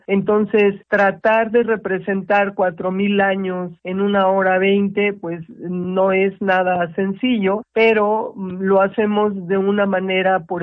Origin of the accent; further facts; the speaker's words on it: Mexico; lo que somos como mexicanos